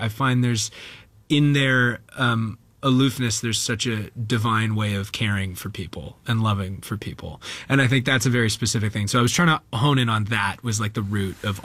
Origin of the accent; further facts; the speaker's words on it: Alberta, Canada; Yeah, tons of Newfoundlanders.